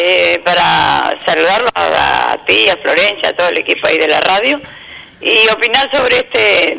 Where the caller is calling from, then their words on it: Melo, Cerro Largo, Uruguay; A mí me da vergüenza decir por ahí cuando sé que soy de Melo, porque me dicen, ah, sos de Melo